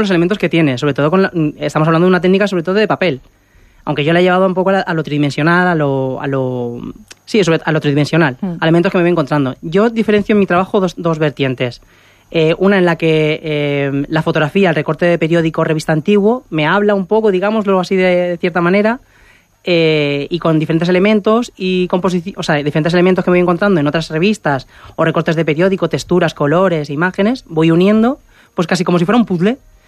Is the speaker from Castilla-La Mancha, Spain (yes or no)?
yes; Ciudad Real, Castilla-La Mancha, Spain; desde enero estoy aquí en Ciudad Real otra vez, he vuelto a mi tierra natal